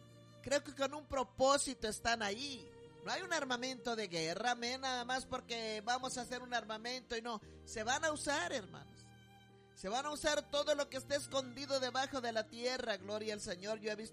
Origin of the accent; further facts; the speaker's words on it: Mexico; moved away; Yo soy mexicana, pero pues ya me puse, ya no estoy impuesta al sol.